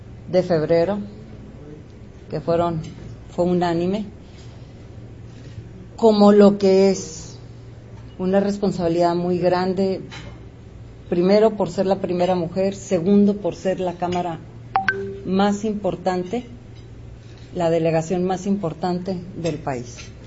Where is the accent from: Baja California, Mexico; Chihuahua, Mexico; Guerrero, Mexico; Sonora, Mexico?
Baja California, Mexico; Mexicali; Aunque somos de Baja California y somos los más alejados del resto del país